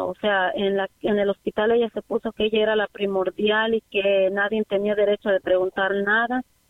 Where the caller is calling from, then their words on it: South Carolina, United States; Yo vivo en Sur Carolina.